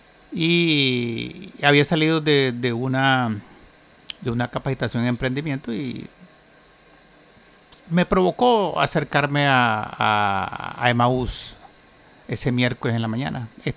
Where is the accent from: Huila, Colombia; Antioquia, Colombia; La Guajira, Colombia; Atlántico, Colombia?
Atlántico, Colombia; Barranquilla; No, barranquillero puro.